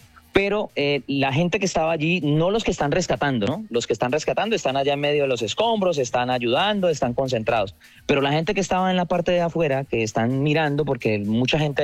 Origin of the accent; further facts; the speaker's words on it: Colombia; Somos colombianos